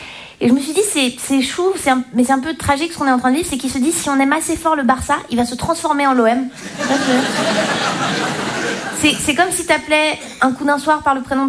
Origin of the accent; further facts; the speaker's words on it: Switzerland; Moi je suis Suisse. Et moi, c'est bon. Et donc, comme je viens pas d'ici, j'ai rarement des gens que je connais dans le public